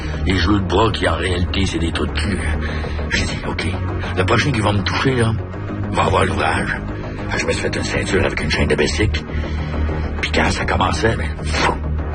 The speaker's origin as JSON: {"language": "French", "town": "Quebec City", "region": "Quebec", "country": "Canada", "tie": "born or raised there", "said": "J'ai été élevé à Saint-Roch, jusqu'à Limoilou."}